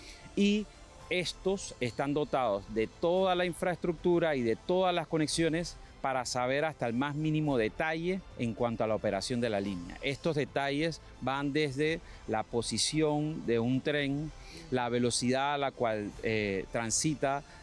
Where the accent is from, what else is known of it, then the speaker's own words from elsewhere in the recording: Panama; yo como panameño